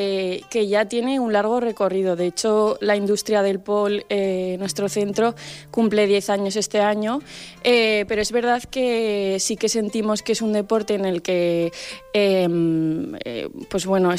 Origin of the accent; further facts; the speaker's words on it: Pozuelo del Campo, Aragon, Spain; voy a hacer una jota navarra que cantaba mi abuelo en la romería de mi pueblo, que es Pozuelo del Campo.